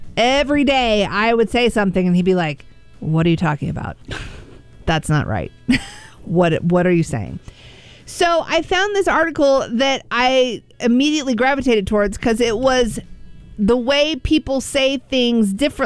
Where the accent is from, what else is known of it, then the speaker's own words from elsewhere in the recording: Missouri, United States; moved away as an adult; now in Iowa, United States; I grew up in southern Missouri, lived in Missouri my entire life. Iowa is only the second state that I have ever lived in.